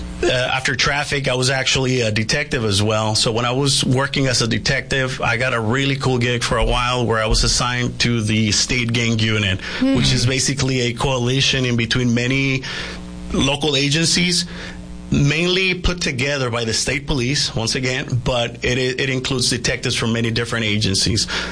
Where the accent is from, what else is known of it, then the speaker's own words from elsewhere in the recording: San Luis, Arizona, United States; I am from the area. Like I said, I was born in Yuma. I grew up in between Yuma and San Luis.